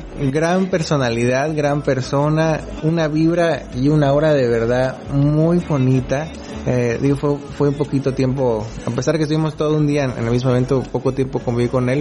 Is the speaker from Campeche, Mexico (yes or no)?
yes; Campeche, Mexico; aquí esta es mi tierra, yo amo Campeche